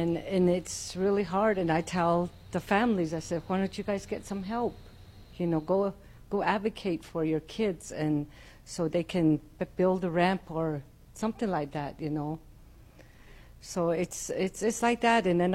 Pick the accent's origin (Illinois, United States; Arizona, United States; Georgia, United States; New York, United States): Arizona, United States; Tlachi; I'm from Tlachi.